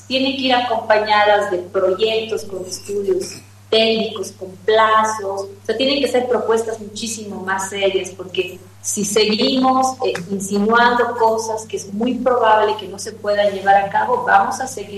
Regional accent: Cochabamba, Bolivia; nosotros, como cochabambinos y como bolivianos

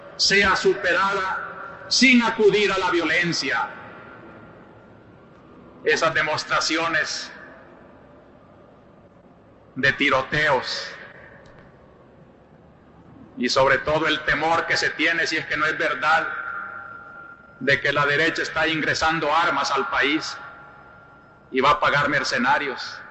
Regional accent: El Salvador; como pastor y como salvadoreño, hermano de todos los salvadoreños.

